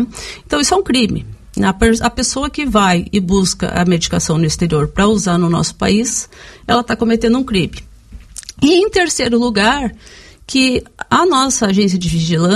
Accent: Porto Alegre, Rio Grande do Sul, Brazil; moved away as an adult; also born or lived in Santa Maria / Pelotas; now in Pato Branco, Brazil; Eu nasci em Santa Maria, mas me criei em Porto Alegre.

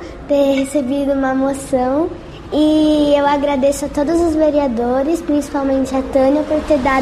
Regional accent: Pato Branco, Paraná, Brazil; Eu sou de Pato Branco.

